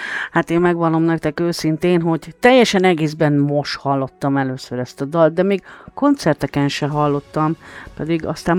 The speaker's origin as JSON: {"language": "Hungarian", "region": "Budapest", "country": "Hungary", "said": "én is kőbányai vagyok."}